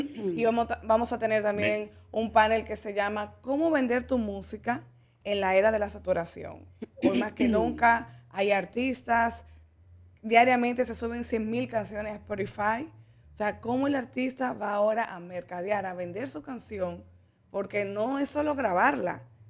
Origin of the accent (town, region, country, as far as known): Dominican Republic